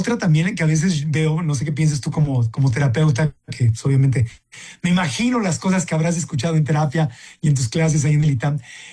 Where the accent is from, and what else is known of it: Acapulco, Guerrero, Mexico; born or raised there